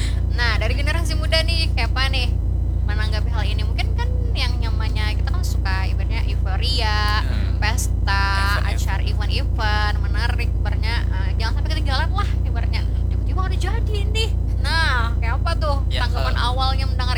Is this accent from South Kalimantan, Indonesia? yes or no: yes; Banjarmasin, South Kalimantan, Indonesia